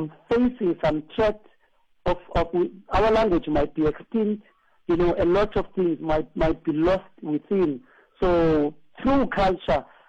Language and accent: English; Engcobo, Eastern Cape, South Africa; I'm coming from Engcobo, in a small village where the villagers, they take accountability of what is happening within the village.